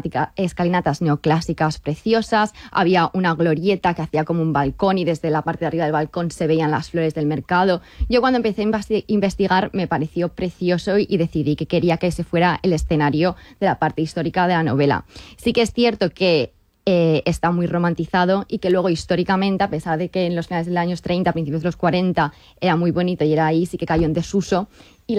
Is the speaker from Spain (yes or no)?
yes; Valencia, Valencian Community, Spain; now in United Kingdom; Así que como valenciana, un poco desterrada porque vivo en Reino Unido